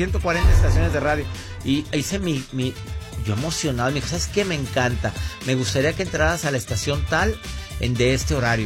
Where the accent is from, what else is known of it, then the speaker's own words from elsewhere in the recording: Mexico; en mi país, México